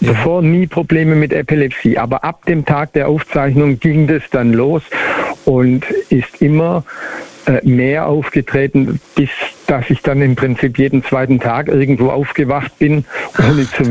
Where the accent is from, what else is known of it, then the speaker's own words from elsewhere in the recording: Baden-Württemberg, Germany; Als Schwabe, nein.